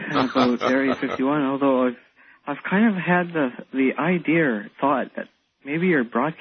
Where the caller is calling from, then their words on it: Victoria, British Columbia, Canada; Oh, it's Victoria, Canada.